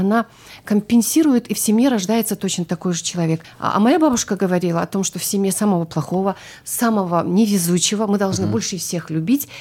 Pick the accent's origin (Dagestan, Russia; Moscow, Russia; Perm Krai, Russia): Dagestan, Russia